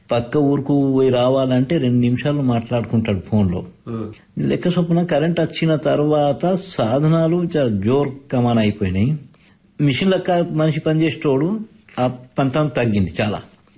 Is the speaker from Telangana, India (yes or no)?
yes; Adilabad, Telangana, India; born there; నేనైతే ఈడే పుట్టిన, నేను పుట్టింది ఆదిలాబాద్లోనే. ఇక్కడ బ్రాహ్మణ వాళ్ళు కట్టుకో కిరాయికు ఉంటుంటే ఆడనే పుట్టినాం.